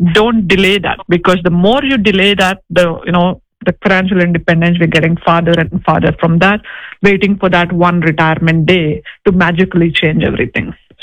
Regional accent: East Coast, United States; So I know, since I'm from the East Coast, I decided to come ahead of the time before the seminar

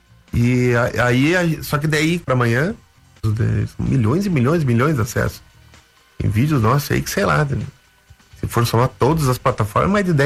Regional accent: Rio Grande do Sul, Brazil; now in Curitiba, Brazil; eu falava muito bah, tchê, né? Falei, bah, cara, não vai dar. Só não vai, né? Eu sou gaúcho, vou perder a identidade. Meio bairrista ainda, né? Tu vê, depois virei bairrista curitibano. Eu sou curitibano.

